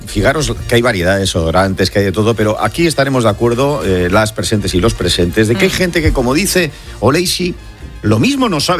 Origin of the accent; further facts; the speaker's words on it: Basque Country, Spain; el sábado en concreto, en mi tierra, en los alrededores de Bilbao.